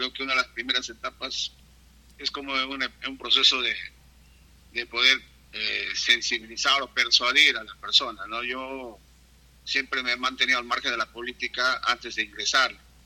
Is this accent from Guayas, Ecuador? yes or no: no; Tocachi, Pichincha, Ecuador; nosotros como tocachinos pensamos siempre querer hacer algo por nuestro pueblo de Tocachi, que nuestro pueblo crezca.